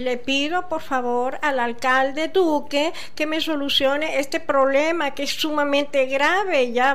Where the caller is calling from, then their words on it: Venezuela; 26, venezolana. Yo vivo en Los Palos Grandes, en el edificio Belfort.